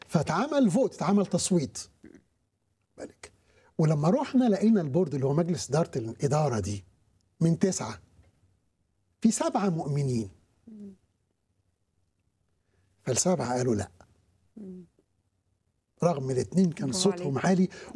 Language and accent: Arabic; Egypt; احنا ليه يعني لما كنا في بلادنا مثلا بلدنا مصر نفرح قوي